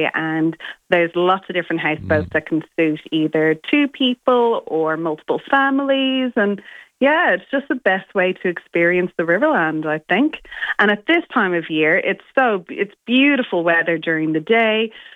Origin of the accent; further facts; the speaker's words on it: Ireland; moved away as an adult; now in Renmark, Australia; Originally, I'm Irish, and I came here 15 years ago, and I'm the tourist who hasn't left.